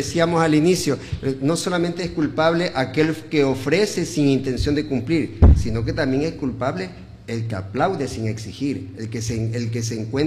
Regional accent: Santa Ana, Manabí, Ecuador; now in Manta, Ecuador; yo orgullosamente soy de Santa Ana.

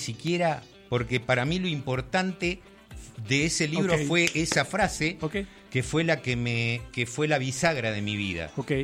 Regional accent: Bahía Blanca, Buenos Aires Province, Argentina; Primero a reconocer mi país que no conocía. Me llevó 9 años conocer el norte. Yo soy de la Patagonia, digamos. Bahía Blanca es...

